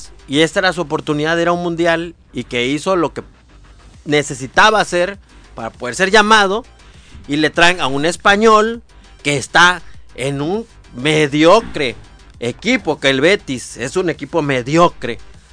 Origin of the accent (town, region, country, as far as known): Mexico